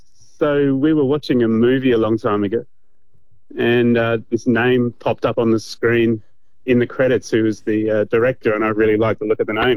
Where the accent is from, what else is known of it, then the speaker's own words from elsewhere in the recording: Adelaide, South Australia, Australia; moved away; I'm originally from Adelaide